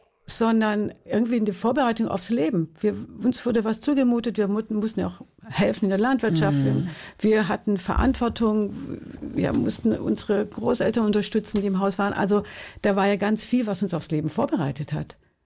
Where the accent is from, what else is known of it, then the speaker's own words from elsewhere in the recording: Furtwangen, Baden-Württemberg, Germany; Ich war Kunstturnerin in meiner Jugend im Verein in Furtwangen und war fertig mit der Schule, da war ich noch keine 17